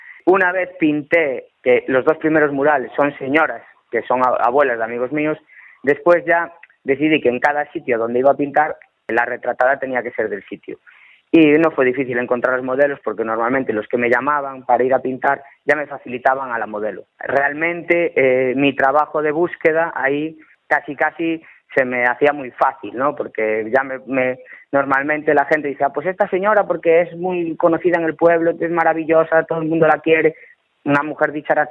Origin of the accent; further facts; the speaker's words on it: Cambre, Galicia, Spain; Y yo soy de Cambre, además.